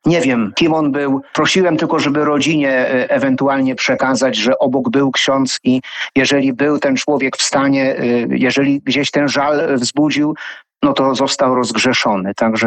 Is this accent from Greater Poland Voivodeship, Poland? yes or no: yes; Złotów, Greater Poland Voivodeship, Poland; moved away